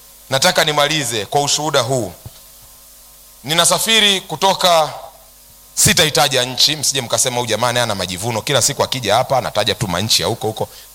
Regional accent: Tharaka-Nithi County, Kenya; Tumetoka huko Kenya, Tharaka Nithi huko Meru.

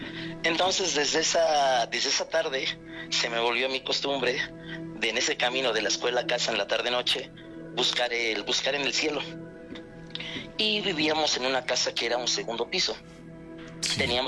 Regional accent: Atlixco, Puebla, Mexico; Pero toda mi vida estuve en Atlixco.

